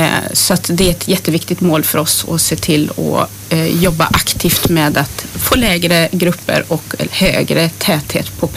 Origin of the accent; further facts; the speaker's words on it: Trollhättan, Västra Götaland County, Sweden; Jag är 47 år gammal och inbiten Trollhättebo. Jag är född och uppvuxen på Läxtorp